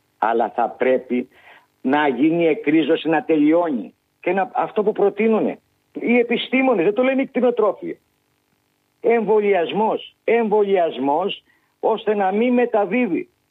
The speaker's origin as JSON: {"language": "Greek", "area": "Lesbos", "region": "North Aegean", "country": "Greece", "said": "έχουμε βιώσει 2 μήνες τώρα πράγματα και θάματα εδώ στο νησί μου."}